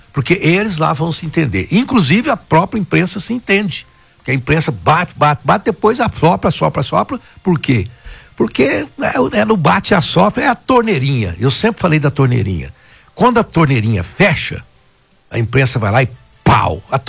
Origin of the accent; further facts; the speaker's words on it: Rio Verde, Goiás, Brazil; Porque eu sou de Rio Verde, sou bobinho